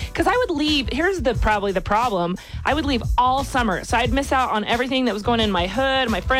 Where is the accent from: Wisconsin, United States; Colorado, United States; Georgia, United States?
Colorado, United States; Denver; And I grew up in Colorado, in Denver.